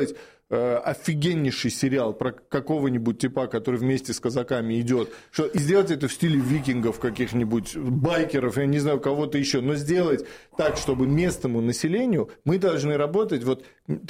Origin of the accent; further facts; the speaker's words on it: Moscow, Russia; born or raised there